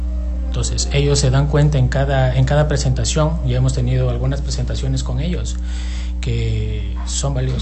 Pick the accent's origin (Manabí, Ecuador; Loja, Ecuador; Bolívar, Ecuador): Loja, Ecuador; soy de Loja